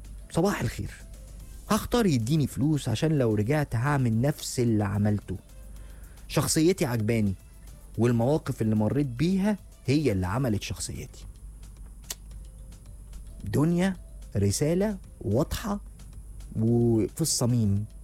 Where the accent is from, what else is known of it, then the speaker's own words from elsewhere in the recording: Cairo, Cairo Governorate, Egypt; وانا من القاهره مش من اسكندريه.